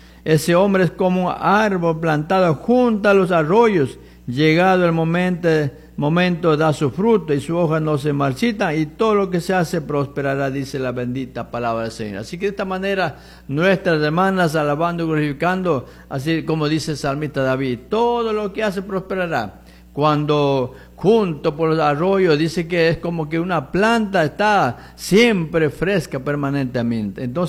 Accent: Yanacocha, Chimborazo, Ecuador; moved away; Allá en la Cocha, mi tierrita querida.

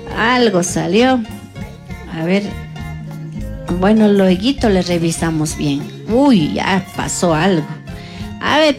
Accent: Ecuador; Porque soy ecuatoriana, pues, hermanos. Porque soy ecuatoriana.

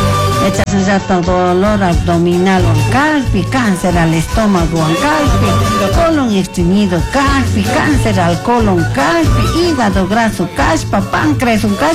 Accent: Chimborazo, Ecuador; mi tierra natal, Amulaca Saloma, para toda la familia … en Riobamba, barrio La Coca-Cola

